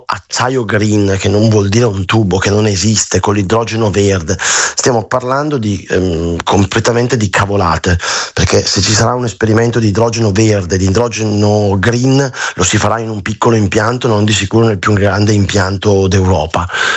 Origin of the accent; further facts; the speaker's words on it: Brescia, Lombardy, Italy; io non sono di Taranto ma sono di Brescia